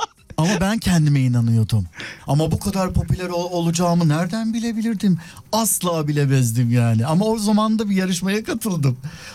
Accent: Istanbul, Turkey; Benim en zor zamanlarımda beni sarıp sarmalayan yine Kuştepe oldu.

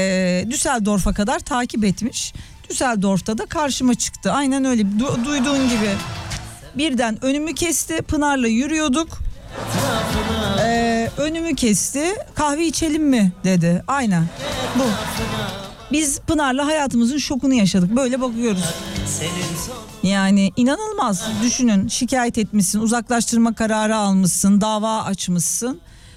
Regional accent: Adana, Turkey; Oğlum bunlar benim Adanalı olduğumu unutuyorlar ha.

